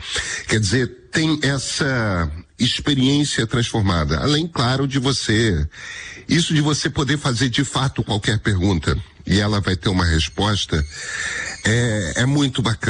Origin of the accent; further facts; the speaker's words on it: Rio de Janeiro, Brazil; Eu sou carioca, gente. Não, a gente não nasceu pra isso.